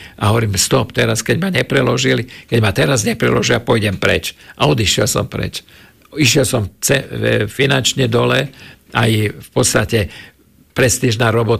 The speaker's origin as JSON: {"language": "Slovak", "town": "Prešov", "region": "Prešov Region", "country": "Slovakia", "accent": "Šariš dialect", "said": "ovládam dialekt, takže tým pádom som mohol hovoriť šarišským dialektom s ľuďmi, ale hneď poznali, že som Prešovčan, že nie som odtiaľ, lebo ten dialekt na Hornom Šariši ale je troška iný"}